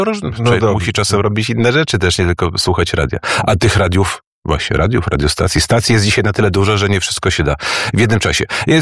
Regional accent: Warsaw, Masovian Voivodeship, Poland; Chodzę, ja lubię Warszawę. Jestem stąd. Urodziłem się tutaj i pewnie tutaj zejdę z tego świata.

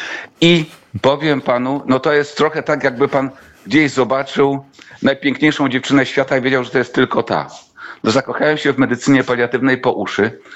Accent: Kraków, Lesser Poland, Poland; also born or lived in Warsaw; jestem krakusem, można powiedzieć, z epizodem warszawskim, który był epizodem bardzo, bardzo ważnym w moim życiu.

